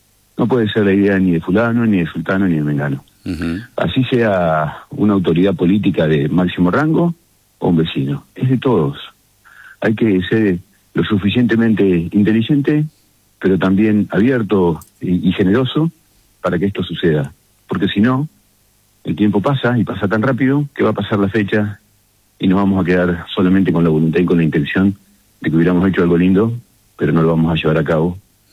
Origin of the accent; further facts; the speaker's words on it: Buenos Aires Province, Argentina; nosotros somos el inicio de la Patagonia desde norte